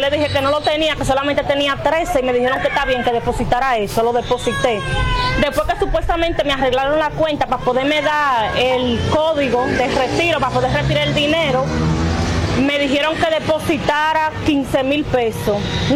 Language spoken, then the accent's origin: Spanish; Santo Domingo, Dominican Republic; yo soy de Santo Domingo